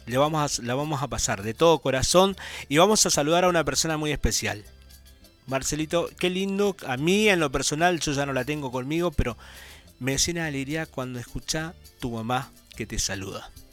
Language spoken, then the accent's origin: Spanish; Reconquista, Santa Fe, Argentina; nuestro Reconquista querido, como yo siempre digo, como tiene nuestra perla del norte